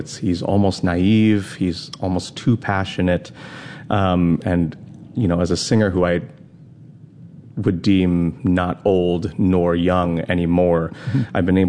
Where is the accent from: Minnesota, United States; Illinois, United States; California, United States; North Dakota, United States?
Illinois, United States; Chicago; I grew up in the suburbs of Chicago, but I technically have been living in the city of Chicago longer than I've been than I have lived in the suburbs. So I call myself a native Chicagoan.